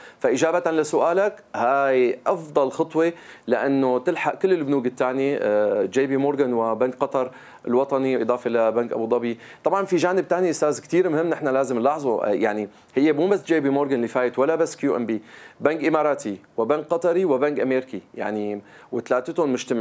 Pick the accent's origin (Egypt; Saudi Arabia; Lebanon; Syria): Syria; عن بلدنا سوريا